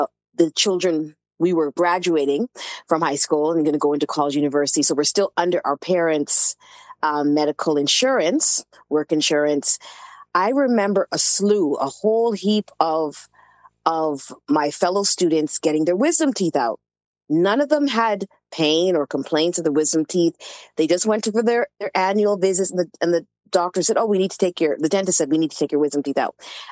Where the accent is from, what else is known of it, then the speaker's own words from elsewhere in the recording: Toronto, Ontario, Canada; born and raised in Toronto, Canada